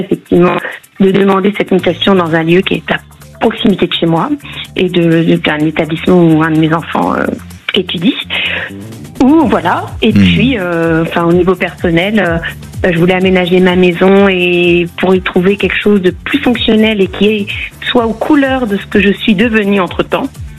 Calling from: Paris, Île-de-France, France; Alors j'appelle d'Île-de-France, de Paris.

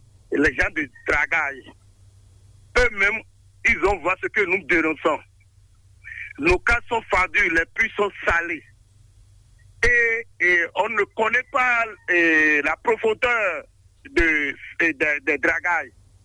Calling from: Togba, Atlantique, Benin; Je vous appelle de Togba.

